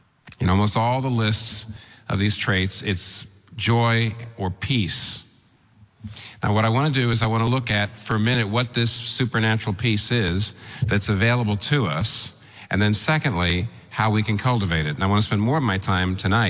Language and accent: English; Pennsylvania, United States; And that's why I'm here. I'm from Pennsylvania.